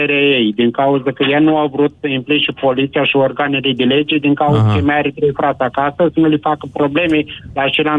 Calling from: Darabani, Botoșani County, Romania; Sunt din Daraban, județul Botoșani.

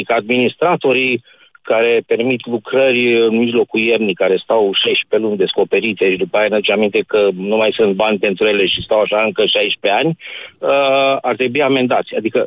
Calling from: Bucharest, Romania; că eu sunt din București

